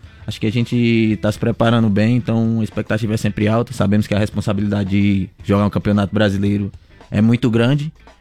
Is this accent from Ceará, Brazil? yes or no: yes; Ceará, Brazil; also born or lived in Rio Grande do Sul / Paraná; now in Santa Catarina, Brazil; Sim, sou do Ceará. Já rodei bem aqui no Rio Grande do Sul, no Paraná.